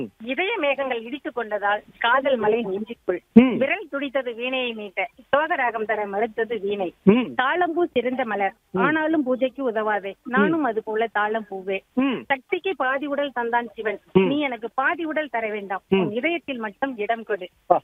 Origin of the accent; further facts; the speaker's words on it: Tamil Nadu, India; now in Lakkapuram, Namakkal district, India; நான் நாமக்கல் மாவட்டம் லக்கபுரம் கிராமத்திலிருந்து வந்திருக்கிறேங்க. என் ஊர் சொந்த ஊர் வந்து அக்ரஹாரம்.